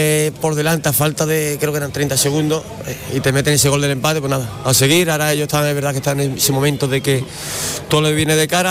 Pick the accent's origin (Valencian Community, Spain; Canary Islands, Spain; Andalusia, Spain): Andalusia, Spain; Huelva; Yo siempre cuando sale el calendario, pues soy de Huelva, lo primero que hago es mirar el partido del Recre